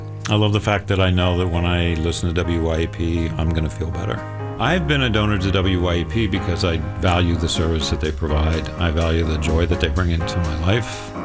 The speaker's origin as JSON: {"language": "English", "region": "Pennsylvania", "country": "United States", "said": "I'm from North Point Breeze."}